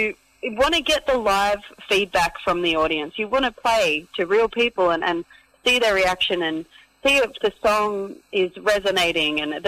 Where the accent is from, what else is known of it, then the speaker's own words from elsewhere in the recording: Inverell, New South Wales, Australia; the story of my parents meeting and falling in love in my hometown in Inverell at the Golden Fleece, truck stop where they met, and my mum worked there